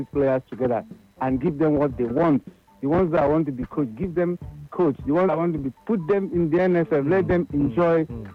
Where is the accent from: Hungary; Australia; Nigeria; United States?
Nigeria; Plateau; moved away as an adult; now in United Kingdom; I suffered a lot when I was growing up in Plateau State.